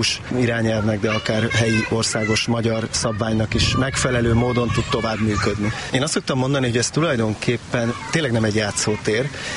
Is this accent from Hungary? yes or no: yes; Budapest, Hungary; Egyébként én itt nőttem fel a második kerületben